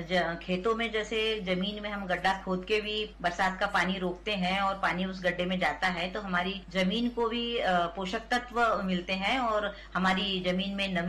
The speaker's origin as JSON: {"language": "Hindi", "region": "Madhya Pradesh", "country": "India", "said": "हम लोग वैसे मुलताई तहसील से बिलोंग करते हैं। वहाँ पर एक गांव है पौनी करके, उस गांव के रहने वाले हैं।"}